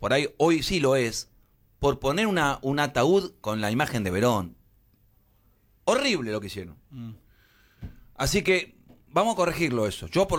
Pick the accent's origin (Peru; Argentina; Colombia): Argentina; Lanús, Buenos Aires Province; born there; Bueno, yo no soy porteño porque soy bonaerense. Nací en Lanús